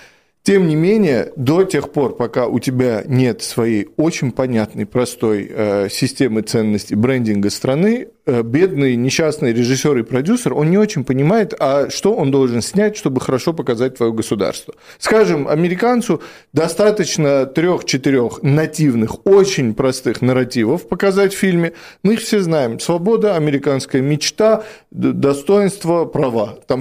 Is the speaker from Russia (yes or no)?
yes; Russia; потому что я вырос в России, в русской культуре, и я этот фильм обожаю.